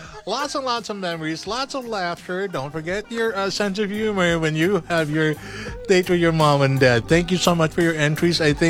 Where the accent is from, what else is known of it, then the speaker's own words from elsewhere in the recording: Philippines; I know we're Filipino, so we're emotional people